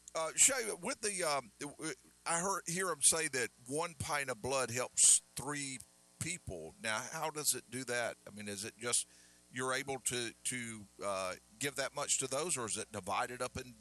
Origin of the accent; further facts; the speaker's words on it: Augusta, United States; born there; moved away as an adult; if I was from Augusta. And I mentioned, yes, but I was in the Air Force, and I did a lot of traveling then.